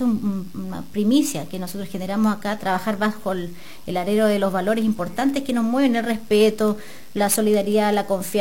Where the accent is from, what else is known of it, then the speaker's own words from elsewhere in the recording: La Unión, Los Ríos, Chile; moved away; Yo soy unionina de tomo y lomo, estuve muchos años fuera, como lo hemos conversado en otras oportunidades, y quería volver a mi ciudad, a mi pueblo, a mi comuna